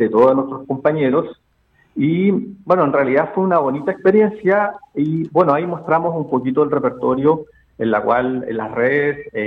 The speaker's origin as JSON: {"language": "Spanish", "town": "San Pablo", "region": "Los Lagos", "country": "Chile", "moved": "yes", "said": "yo vengo del sur de Chile, desde una comuna de San Pablo, que se llama Cerca de Osorno, de una banda escolar"}